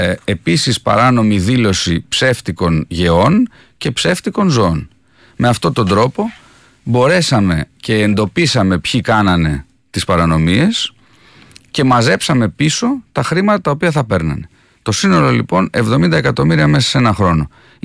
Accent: Western Greece, Greece; την ιδιαίτερη πατρίδα μου, την εκλογική μου περιφέρεια, την Τολοκαρνανία

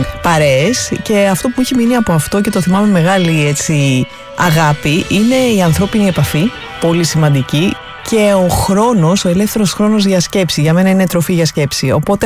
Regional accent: Athens, Attica, Greece; born there; Γεννήθηκα στην Αθήνα.

